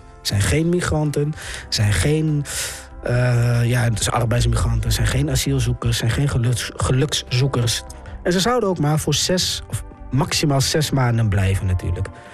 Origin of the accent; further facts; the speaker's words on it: Papua, Indonesia; Wij zijn mensen uit Papua en uit Maluku, uit Melanesië.